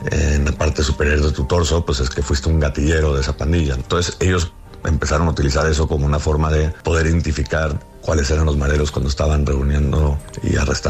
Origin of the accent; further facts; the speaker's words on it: Colombia; now in Mexico; como Colombia, de donde soy, o de México, donde vivo